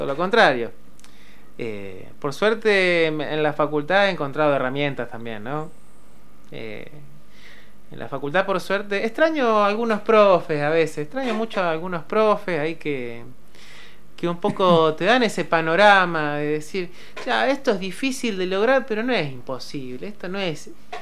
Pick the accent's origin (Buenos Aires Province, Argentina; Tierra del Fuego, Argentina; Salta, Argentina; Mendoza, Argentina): Buenos Aires Province, Argentina; Lobos; born or raised there; moved away